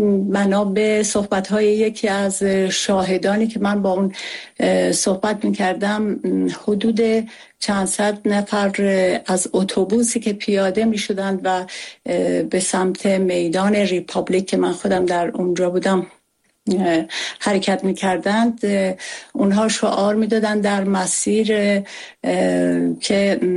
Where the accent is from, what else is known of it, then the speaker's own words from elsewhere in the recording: Iran; moved away; من در مرحله اول خودم به عنوان یک ایرانی که دل در گرو آزادی ایران دارم